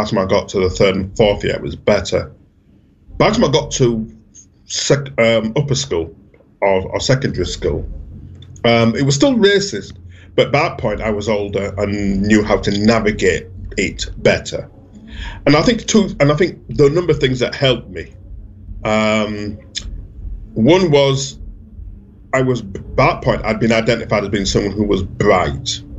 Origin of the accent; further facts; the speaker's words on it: Bradford, Yorkshire and the Humber, United Kingdom; I was born and brought up in Bradford. Yeah, I mean, at that point, I probably never even left the city, let alone going anywhere near the Caribbean or Jamaica where my parents came from.